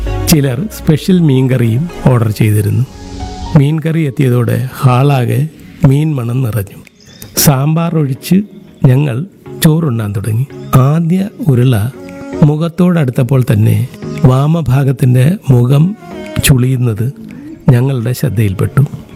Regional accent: Kerala, India; ഞങ്ങൾ മലയാളികളാണെന്ന്

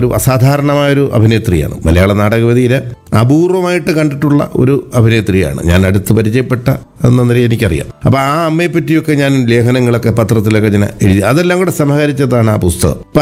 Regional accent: Paravur, Kerala, India; എന്റെ നാട്ടിൽ തന്നെ ഞാൻ ചെയ്യുമായിരുന്നു

